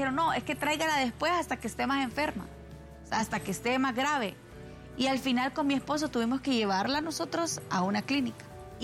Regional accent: Honduras; hablo de Honduras porque aquí estamos nosotros

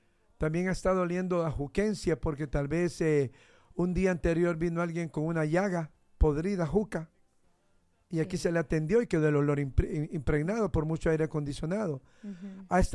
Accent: Honduras; siendo yo un hondureño

